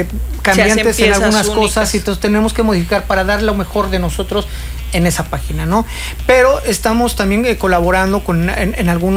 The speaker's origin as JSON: {"language": "Spanish", "region": "Puebla", "country": "Mexico", "moved": "as an adult", "lives_now": "Cancún, Mexico", "said": "Somos poblanos"}